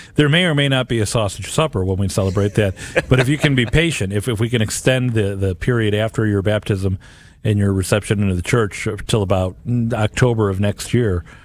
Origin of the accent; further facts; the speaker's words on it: South St. Louis County, Missouri, United States; now in St. Louis, United States; I'm a city boy. I grew up in South St. Louis County. I live here in the city now.